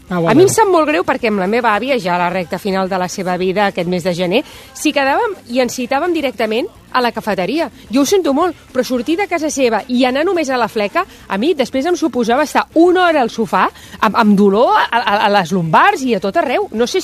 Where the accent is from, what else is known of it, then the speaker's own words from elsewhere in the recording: Badalona, Catalonia, Spain; No, a més, és que jo que sóc de Badalona